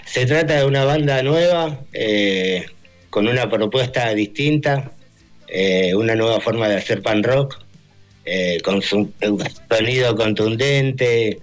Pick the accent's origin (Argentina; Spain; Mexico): Argentina; born there; nosotros nacimos en Argentina, mis viejos son inmigrantes, vinieron del Paraguay de muy jóvenes